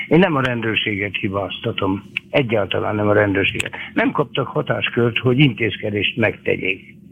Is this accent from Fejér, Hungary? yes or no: yes; Fejér, Hungary; born there; moved away; elmondom én a település nevét is, Mátyásgomb, 33 évig szolgáltam, ott születtem, 1952-ben első anyakönyvezet vagyok.